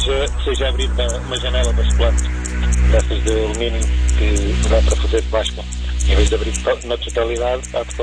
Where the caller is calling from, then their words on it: Abrantes, Centro, Portugal; Estou a falar de Abrantes.